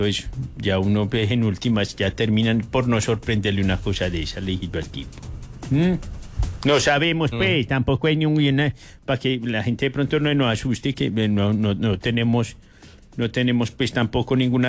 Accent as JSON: {"language": "Spanish", "country": "Colombia", "said": "como colombianos que queremos una Colombia mejor"}